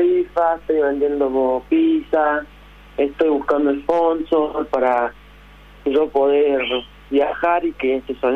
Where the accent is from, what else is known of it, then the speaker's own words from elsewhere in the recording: Santa Rosa de Calamuchita, Córdoba, Argentina; Soy de Santa Rosa de Calamuchita, Córdoba.